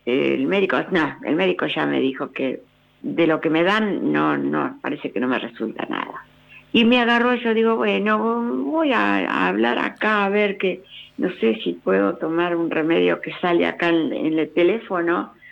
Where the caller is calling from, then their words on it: Buenos Aires, Argentina; de la del barrio de Belgrano.